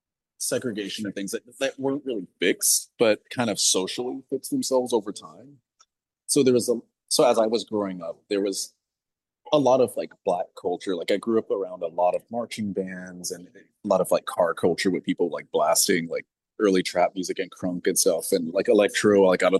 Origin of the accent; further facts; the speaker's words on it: Birmingham, Alabama, United States; moved away as an adult; also born or lived in Florence, Alabama; now in New York, United States; growing up in Birmingham was I mean, it's home. I spent my entire life there. I didn't leave until I was 23 when I moved to New York. And then briefly, I spent some time in Florence, Alabama for college, which is like maybe 2.5 hour drive away.